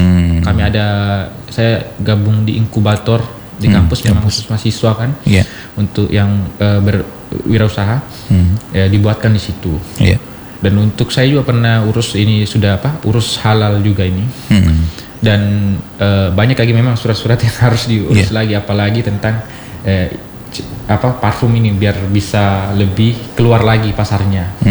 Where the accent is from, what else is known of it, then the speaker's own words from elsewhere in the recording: Malang, East Java, Indonesia; Kalau saya asli apa lahir di Malang Pak.